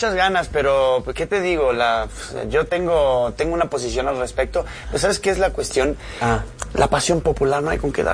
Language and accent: Spanish; Argentina; Sí, yo como argentino lo sé, o sea, en pleno desmadrito que traemos